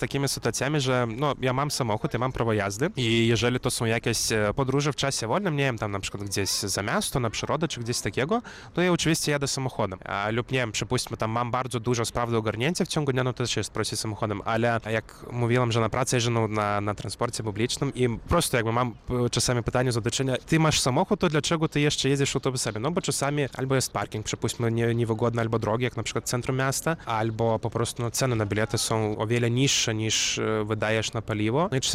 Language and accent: Polish; Vilnius, Vilnius County, Lithuania; u nas w Wilnie